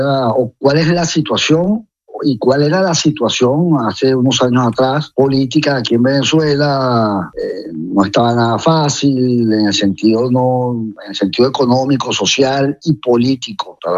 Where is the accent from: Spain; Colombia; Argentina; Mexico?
Spain; Porque somos ciudadanos españoles